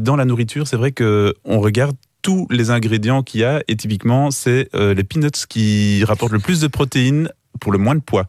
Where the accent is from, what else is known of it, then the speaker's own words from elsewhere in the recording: Belgium; Tous les Français savent qu'on vient de Belgique